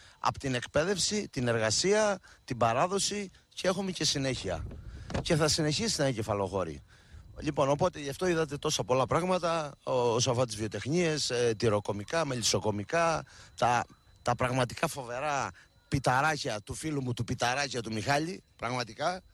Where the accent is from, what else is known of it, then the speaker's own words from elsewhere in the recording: Gergeri, Crete, Greece; now in Heraklion, Greece; Όποτε βρίσκομαι στο χωριό μου, έχει εγώ μένω στο Ηράκλειο, έτσι όπως μένετε όλοι.